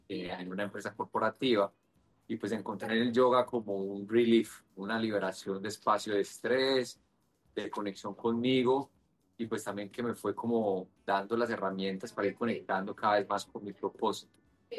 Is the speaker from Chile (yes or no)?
no; Medellín, Antioquia, Colombia; moved away; originariamente yo soy de Medellín, tengo 40 años actualmente